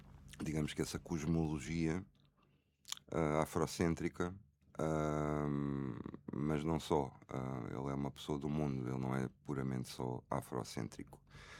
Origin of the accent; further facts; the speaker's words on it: Setúbal, Portugal; also born or lived in Lisbon; eu fugi de onde eu cresci, que foi em Setúbal, sou lisboeta, mas cresci lá